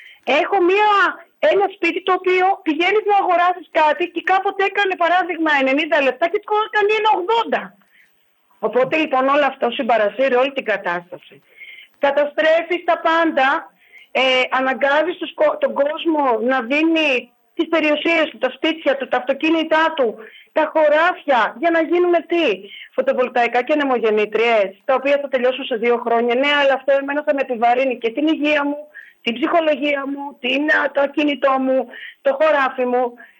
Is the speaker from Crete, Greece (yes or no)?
no; Ptolemaida, Western Macedonia, Greece; Είμαι υπερήφανη που είμαι γυναίκα, μητέρα και κάτοικος της Πτολεμαϊδός. Πιστεύω ότι η πόλη μου αξίζει και μπορεί να γίνει πολύ πιο καλύτερη.